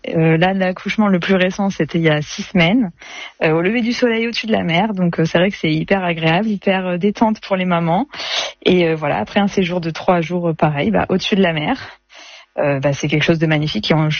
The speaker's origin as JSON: {"language": "French", "town": "Nice", "region": "Provence-Alpes-Côte d'Azur", "country": "France", "tie": "born or raised there", "said": "je suis originaire de Nice."}